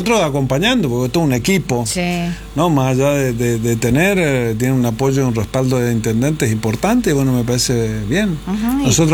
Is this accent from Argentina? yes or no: yes; Corrientes, Argentina